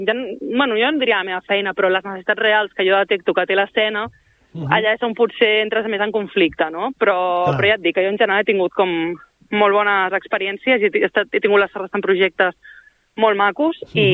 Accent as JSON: {"language": "Catalan", "town": "Castelldefels", "region": "Catalonia", "country": "Spain", "moved": "as an adult", "said": "del meu poble, que ara ja, per desgràcia, ja no visc allà"}